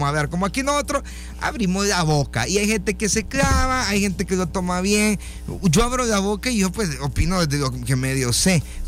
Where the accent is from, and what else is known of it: El Salvador